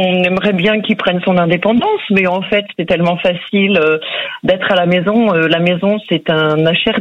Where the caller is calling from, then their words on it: Hauts-de-France, France; De la Somme.